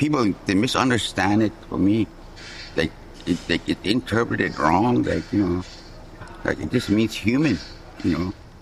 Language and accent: English; Fort Providence, Northwest Territories, Canada; I'm from Fort Providence. They call it Tekagwitnekwin.